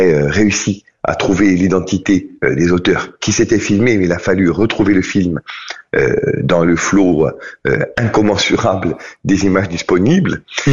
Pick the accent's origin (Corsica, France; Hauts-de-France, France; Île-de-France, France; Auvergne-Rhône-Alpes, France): Corsica, France